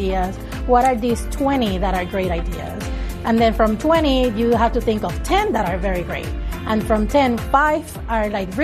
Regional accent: Puerto Rico; moved away; I'm originally from Puerto Rico.

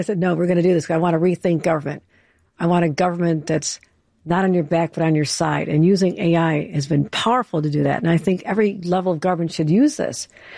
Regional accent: Buffalo, New York, United States; I'm from Buffalo, drove everybody I knew out of a job when Bethlehem Steel left and, you know, automation replaced jobs in our factories. So I saw that happen as a young girl and as a child.

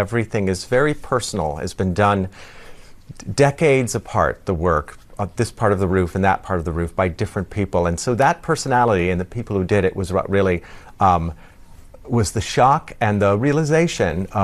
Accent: California, United States; the shock of being an American. And I know things to be done very regularly where I come from in California.

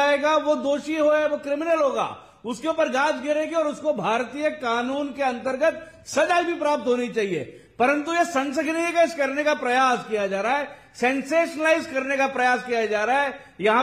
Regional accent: Kerala, India; मैं केरल का रहने वाला हूँ

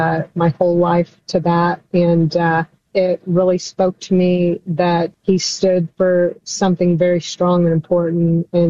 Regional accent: Kokomo, Indiana, United States; growing up in Kokomo, where the UAW is so prevalent.

